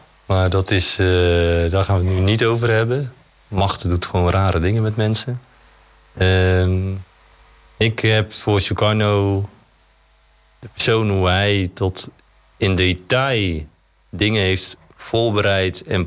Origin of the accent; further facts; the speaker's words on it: Dordrecht, South Holland, Netherlands; ik voel me wel echt een Dordtenaar. Ik ben echt een Dordtofiel, zoals ze dat zeggen.